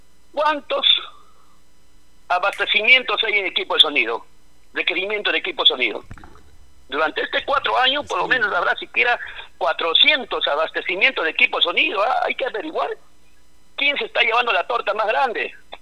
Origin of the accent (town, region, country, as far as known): Mazamari, Junín, Peru